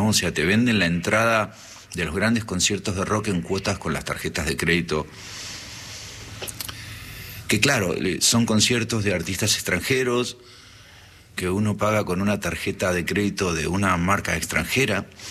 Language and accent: Spanish; Buenos Aires, Argentina; Yo soy bonaerense.